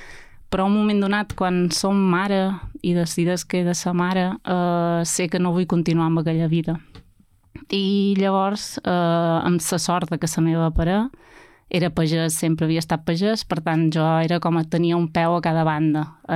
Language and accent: Catalan; Mallorca, Balearic Islands, Spain; born there; moved away as an adult; also born or lived in Barcelona / Italy; now in Menorca, Spain; Som nascuda a Mallorca, filla de menorquins, que van anar a Mallorca fa molts d'anys, i vaig estudiar, vaig viure a Barcelona, vaig viure a Itàlia